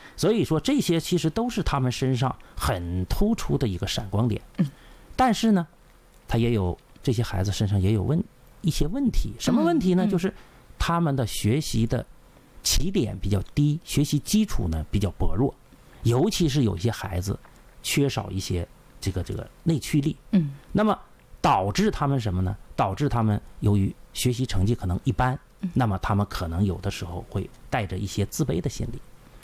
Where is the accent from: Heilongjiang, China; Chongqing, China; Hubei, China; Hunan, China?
Heilongjiang, China; Daqing; now in Shanghai, China; 新上海人。那么从小呢，我是在东北的农村长大的，啊，我的老家呢是黑龙江大庆的，